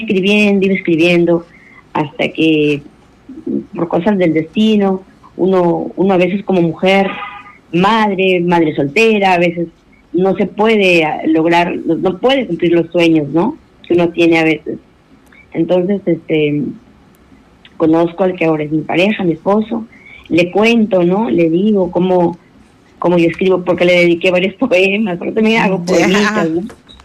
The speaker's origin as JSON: {"language": "Spanish", "town": "Yapatera", "region": "Piura", "country": "Peru", "tie": "born or raised there", "moved": "as an adult", "lives_now": "Trujillo, Peru", "said": "yo soy de Cuscuampa, Yapatera, nacida, criada ahí. Hasta hace poco que me vine a vivir acá a Trujillo por cuestiones personales de familia, ¿no?"}